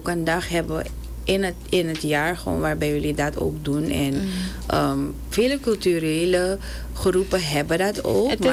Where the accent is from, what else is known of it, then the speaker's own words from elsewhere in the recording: Suriname; wij als Surinamers